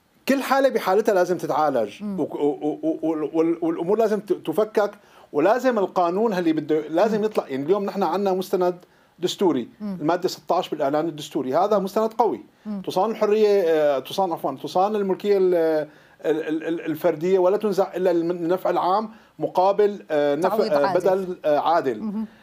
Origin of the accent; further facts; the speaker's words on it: Damascus, Damascus Governorate, Syria; أنا كوني من دمشق